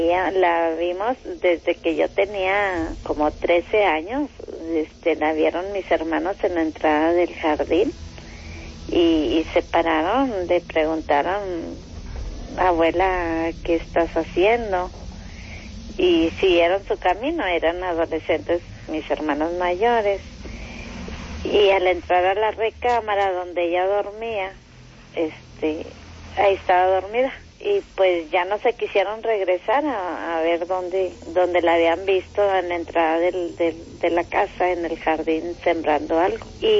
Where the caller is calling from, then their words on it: Monterrey, Nuevo León, Mexico; a nosotros nos pasó allá en Monterrey, yo soy de Monterrey